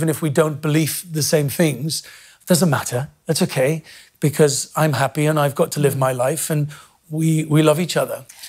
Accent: Wales, United Kingdom; accent: Welsh; part of my identity, I absolutely believe, is my accent, my Welsh accent. And I know it's not very, very strong, but I think you know I'm Welsh. You can hear it. And I love that, you know, and I'm proud of being Welsh.

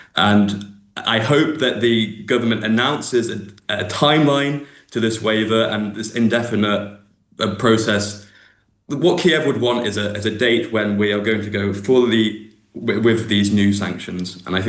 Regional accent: East Midlands, United Kingdom; I'm from Lincolnshire

